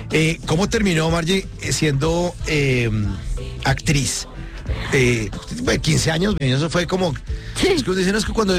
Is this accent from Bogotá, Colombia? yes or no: yes; Bogotá, Colombia; aquí los rolos somos brutos para los acentos costeños.